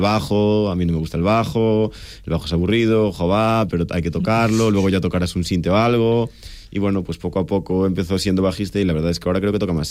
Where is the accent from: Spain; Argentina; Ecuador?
Spain; Muros, Galicia; Pues como todos somos de Muros, ya nos conocíamos todos